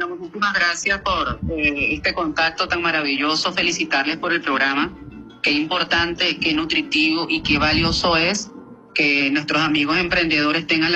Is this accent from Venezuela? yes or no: yes; Venezuela